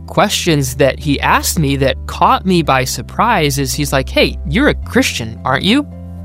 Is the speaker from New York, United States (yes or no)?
no; Minnesota, United States; born or raised there; now in San Diego, United States